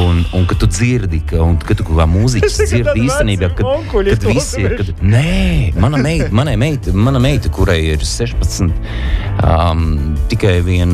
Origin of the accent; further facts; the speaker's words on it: Liepāja, Kurzeme, Latvia; Es no Liepājas nāku